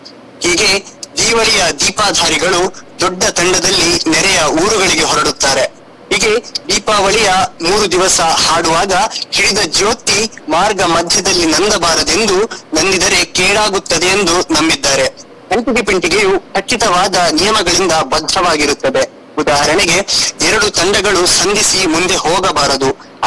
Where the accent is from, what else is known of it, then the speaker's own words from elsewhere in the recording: Kalasa, Karnataka, India; ನಮ್ದು ಇಲ್ಲೇ ಹತ್ರ ಕಳಸ ಸರ್.